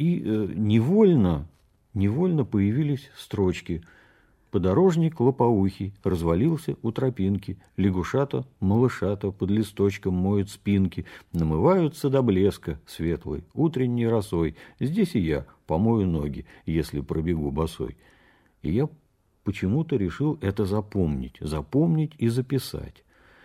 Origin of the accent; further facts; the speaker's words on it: Saint Petersburg, Russia; born there; Я родился в Питере, а потом появился в Петербурге только когда пошел в школу.